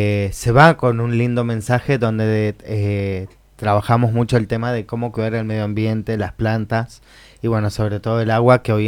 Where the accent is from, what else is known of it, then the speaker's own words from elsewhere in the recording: Mendoza, Argentina; Yo soy de Mendoza.